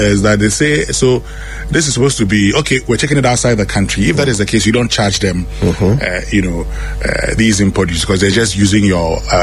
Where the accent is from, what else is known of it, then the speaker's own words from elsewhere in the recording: Mpohor, Western Region, Ghana; I am very interested in that because, I come from Mpoho. And Mpoho to the Benz oil palm plantation is not that far.